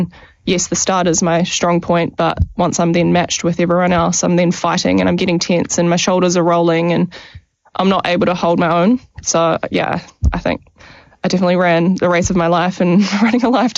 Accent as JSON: {"language": "English", "country": "New Zealand", "said": "we can play this to our advantage because we come from New Zealand. We're used to these conditions."}